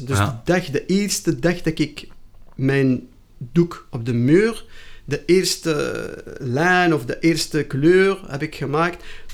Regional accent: Morocco; moved away; Ik ben Marokkaan, hè.

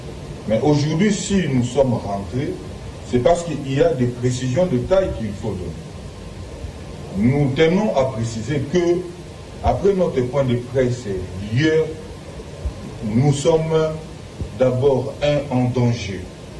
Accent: DR Congo; Et nous, en tant que Congolais de souche, Congolais de père et de mère, étant informés, nous nous sommes dit que nous n'avons pas peur pour parler au nom de notre pays.

